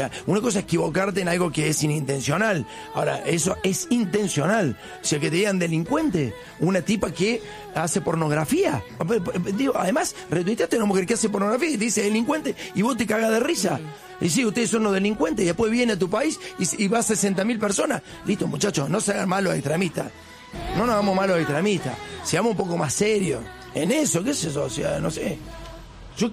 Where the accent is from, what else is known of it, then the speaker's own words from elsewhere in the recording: Argentina; Es lo mismo, eso somos los argentinos, me jode.